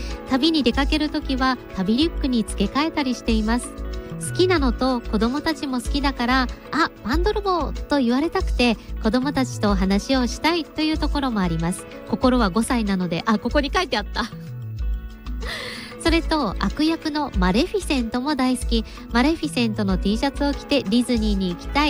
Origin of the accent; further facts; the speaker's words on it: Kagawa, Japan; 、私の地元香川を中心に活動するうどんの妖精という設定のご当地キャラクターです。